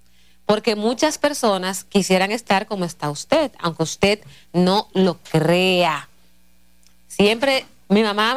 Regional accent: San Cristóbal, Dominican Republic; Los sancristobalenses tenemos ese compromiso con nuestro trabajo.

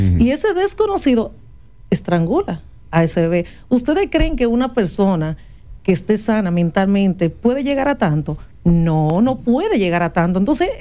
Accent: Santiago, Dominican Republic; born there; now in Santiago de los Caballeros, Dominican Republic; En el caso de Juncalito, que es mi distrito donde nací, de donde vengo, pero hago vida en los barrios de Santiago

